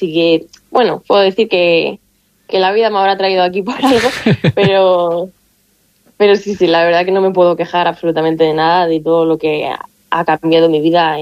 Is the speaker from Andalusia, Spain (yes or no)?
no; Abaluenga, Castile and León, Spain; me pasé el verano allí en España, en Ávila, en mi pueblo, en Abaluenga